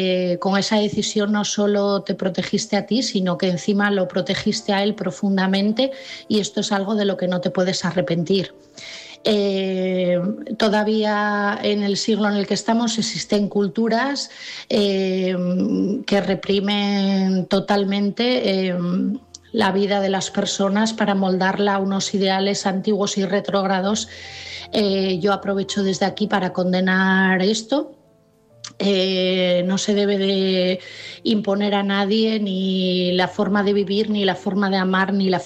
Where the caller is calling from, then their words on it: Asturias, Spain; de Asturias